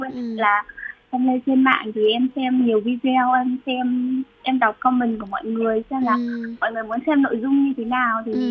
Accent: Thanh Hoa, Vietnam; now in Hanoi, Vietnam; Em quê ở Thanh Hóa.

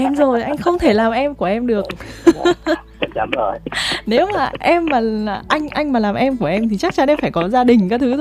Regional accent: Quang Ninh, Vietnam; Lạ thật đấy, đúng là lạ với một người con của Quảng Ninh như em.

